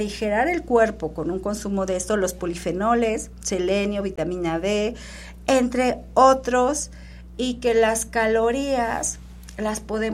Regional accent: Hidalgo, Mexico; now in Cholula, Mexico; he vivido más acá que en mi pueblo, que es Zapán Hidalgo, que es chiquito, es bonito

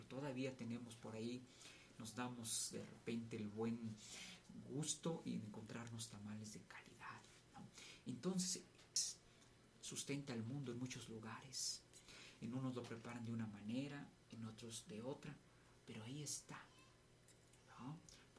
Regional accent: Mexico

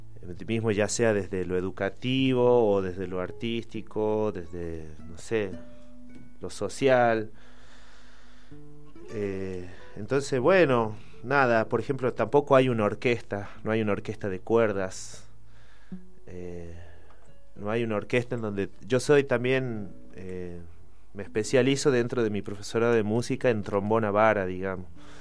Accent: Catamarca, Argentina

